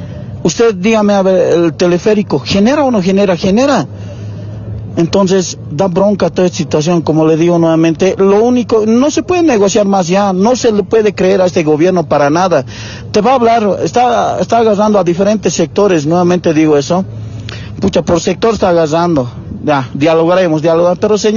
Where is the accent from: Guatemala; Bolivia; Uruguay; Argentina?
Bolivia; usted mismo como boliviana